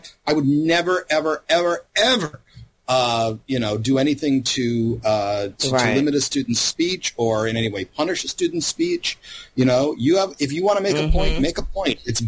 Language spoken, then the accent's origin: English; Louisiana, United States; I grew up mostly in Louisiana.